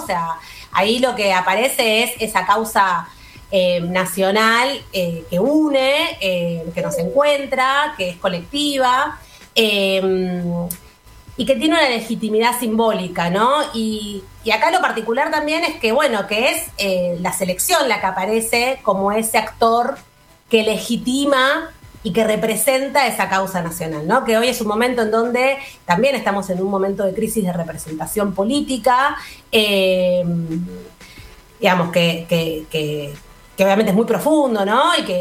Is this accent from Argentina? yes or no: yes; Argentina; todos los argentinos creemos firmemente que las Malvinas son argentinas.